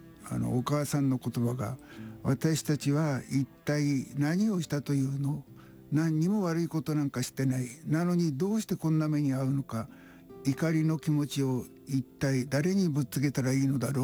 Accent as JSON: {"language": "Japanese", "region": "Yamagata", "country": "Japan", "tie": "born or raised there", "said": "僕はあの小さい時に山形県で育ったんですが、シベリアからね僕の町に3人を帰ってきたんですよね。"}